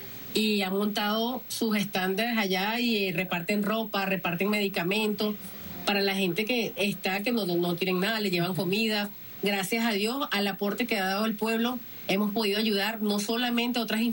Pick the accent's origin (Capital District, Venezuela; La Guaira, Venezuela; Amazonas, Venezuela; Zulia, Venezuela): La Guaira, Venezuela; nuestro pueblo de La Guaira